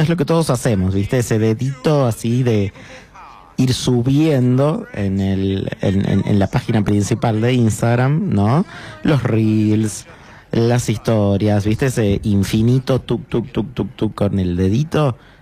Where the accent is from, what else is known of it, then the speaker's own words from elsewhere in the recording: Buenos Aires, Argentina; born there; Nací en Buenos Aires, siempre lo digo, Capital Federal, que siempre hubo ahí como una pelea y conflicto entre Chilecito y Buenos Aires